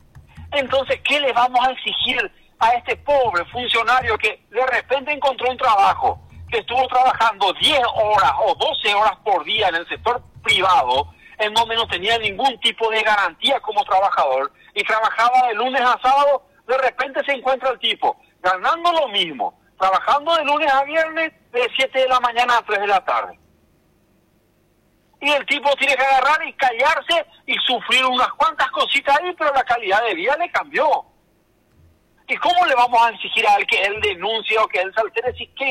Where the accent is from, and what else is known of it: Paraguay